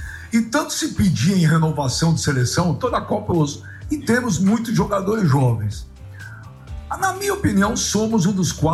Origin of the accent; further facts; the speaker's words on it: Brazil; sou brasileiro